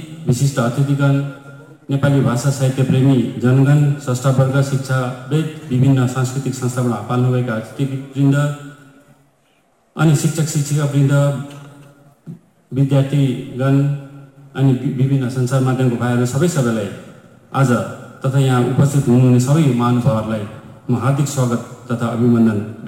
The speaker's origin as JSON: {"language": "Nepali", "country": "India", "first_language": "Nepali", "said": "हामी भारतका गौरवशाली नागरिक हौँ अनि हाम्रो नेपाली भाषा भारतको समृद्ध भाषिक सम्पदाको एउटा अभिन्न अङ्ग हो"}